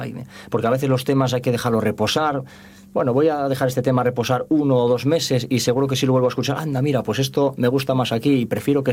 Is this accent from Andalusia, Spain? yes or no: no; Carreño, Asturias, Spain; now in Avilés, Spain; Yo llevo muchos años afincado en Áviles, pero realmente soy de Carreño.